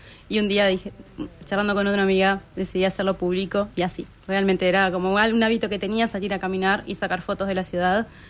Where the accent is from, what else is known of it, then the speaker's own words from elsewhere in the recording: Melo, Cerro Largo, Uruguay; moved away as an adult; now in Montevideo, Uruguay; Yo vengo de Melo, allá al norte, de una ciudad que amo profundamente, en la que viviría si hubiese más oportunidades. Y sí creo que influenció mucho el hecho de que yo de niña venía a visitar a mi abuela, que vivía en el Buceo, donde vivo yo hoy en día.